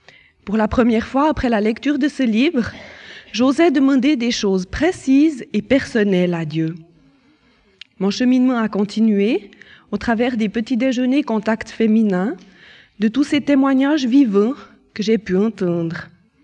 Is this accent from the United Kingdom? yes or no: no; Lausanne, Vaud, Switzerland; born there; Je suis née à Lausanne et j'ai été baptisée dans la foi catholique.